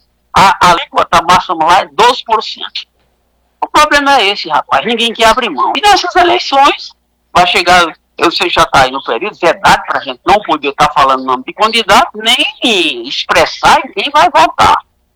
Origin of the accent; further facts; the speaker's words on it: Catolé do Rocha, Paraíba, Brazil; also born or lived in Rio Grande do Norte; fui criado em Cato Alegre, de Cruz, Brejo dos Santos e no município Boa Vista